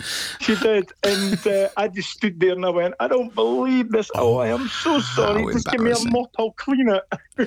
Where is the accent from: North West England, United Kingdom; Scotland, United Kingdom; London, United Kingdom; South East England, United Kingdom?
Scotland, United Kingdom; Edinburgh; moved away as an adult; now in Leicester, United Kingdom; I was born and brought up in Edinburgh.